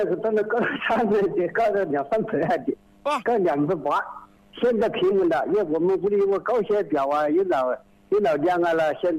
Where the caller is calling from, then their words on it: Tianmen, Hubei, China; 我们是天门的小板的。